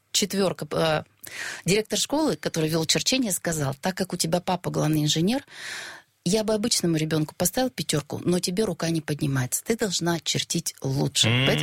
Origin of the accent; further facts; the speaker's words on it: Mozhga, Udmurtia, Russia; moved away as an adult; also born or lived in Izhevsk; now in Yekaterinburg, Russia; Родилась я, конечно, в ее столице, в Ижевске, но очень быстро родители с новорожденным ребенком вернулись к родителям, чтобы была какая-то помощь. Поэтому я из маленького города, 40 тысяч населения, из Можги, и приехала в Екатеринбург в 88-м году учиться.